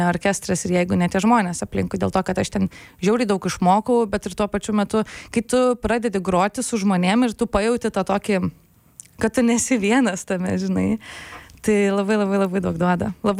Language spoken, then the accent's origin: Lithuanian; Pabradė, Vilnius County, Lithuania; moved away as an adult; now in Vilnius, Lithuania; Tai aš užaugau Pabradėje, tai iš Pabradės ir esu nu ir persikrausčiau į Vilnių 18 studijuoti.